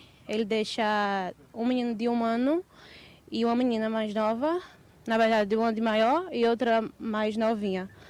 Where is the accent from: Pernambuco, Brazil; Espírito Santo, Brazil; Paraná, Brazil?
Pernambuco, Brazil; Caruaru; Eu sou daqui de Caruaru mesmo.